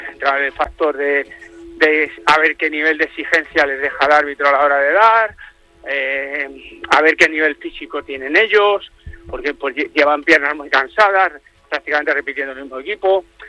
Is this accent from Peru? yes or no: no; Spain; Hombre, yo creo que se nota que nosotros somos españoles, sí.